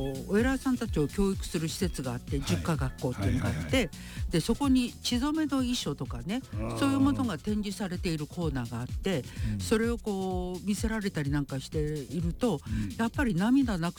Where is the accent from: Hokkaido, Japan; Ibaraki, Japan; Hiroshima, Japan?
Hiroshima, Japan; Kure; 私は広島で育ってるので。